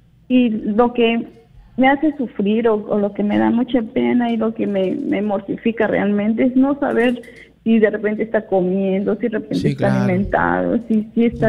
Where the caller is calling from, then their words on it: Trujillo, La Libertad, Peru; Yo vivo en Natasha Alta, sí, por la Corte